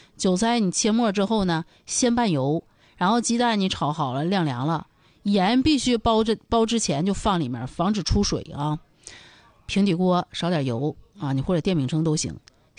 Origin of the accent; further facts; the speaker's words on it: Harbin, Heilongjiang, China; now in Dalian, China; 原来我老家哈尔滨的时候。